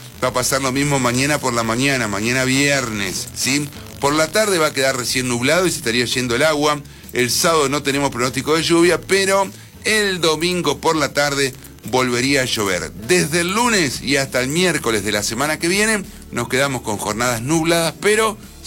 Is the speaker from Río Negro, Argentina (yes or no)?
yes; El Cóndor, Río Negro, Argentina; somos un vecinos del Cóndor